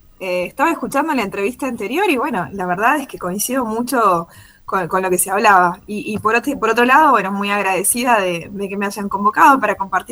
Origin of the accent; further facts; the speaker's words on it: Salta, Argentina; provincias como la mía, ¿no? Como Salta. Yo soy de Salta Capital.